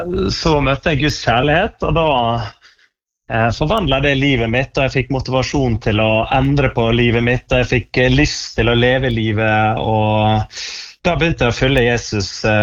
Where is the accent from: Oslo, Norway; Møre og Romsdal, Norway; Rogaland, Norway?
Møre og Romsdal, Norway; Valderøya; moved away; Vi vokste opp på Valderøya, ja, der var det bedehus og kirka